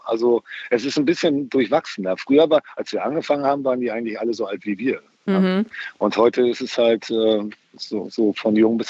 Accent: East Germany, Germany; Ich komme ja auch aus der DDR

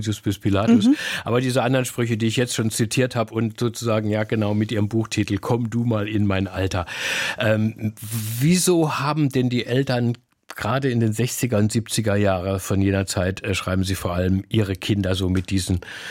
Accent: Baden-Württemberg, Germany; Ah ja, wissen Sie, ich komme aus dem Dorf in Baden-Württemberg

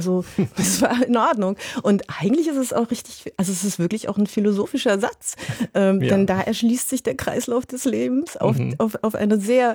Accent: East Germany, Germany; die DDR musste mit rein, weil ich ja dort groß geworden bin

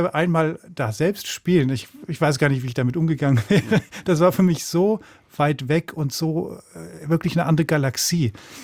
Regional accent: Michelstadt, Hesse, Germany; Ich bin aus Michelstadt hier nach Berlin gekommen und nahm ein Plakat dieser Musiknacht mit.

